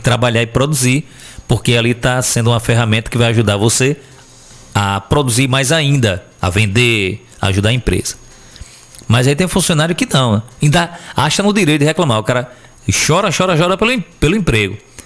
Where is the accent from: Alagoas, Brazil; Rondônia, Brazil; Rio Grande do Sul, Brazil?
Alagoas, Brazil; Penedo; Eu lembro que quando eu era criança, morava no Raimundinho, anos 80, acho que ali era 84, só tinha um local aqui em Penedo que vendia botijão de gás.